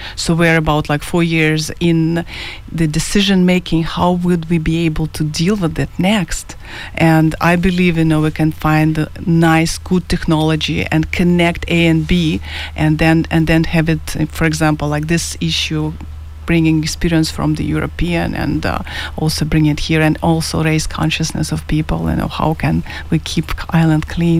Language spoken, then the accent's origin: English; Ukraine; also born or lived in Vancouver, Canada / Paris, France / Malaga, Spain / Marbella, Spain; now in Kauai, United States; I grew up in Ukraine